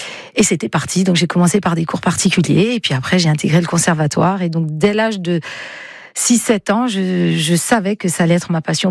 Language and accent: French; Sagone, Corsica, France; also born or lived in Bastia / Nice; J'étais à Sagone, mes parents habitaient Sagone, et on habitait une villa qui était sur deux étages.